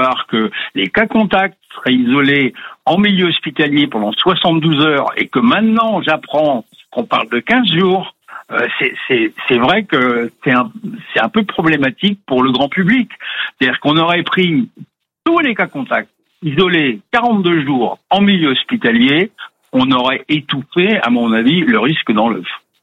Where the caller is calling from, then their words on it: Annecy, Auvergne-Rhône-Alpes, France; Je vous appelle du bord de l'Ec d'Annecy